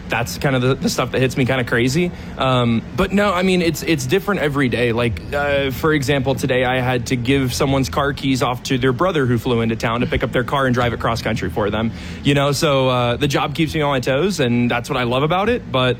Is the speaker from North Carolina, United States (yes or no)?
no; Charleston, South Carolina, United States; moved away; my hometown team in Charleston, the Charleston River Dogs.